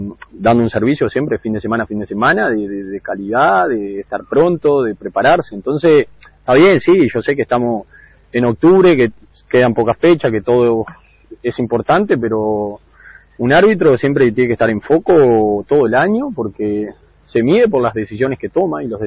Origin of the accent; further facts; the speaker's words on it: Uruguay; uno es uruguayo, está aquí.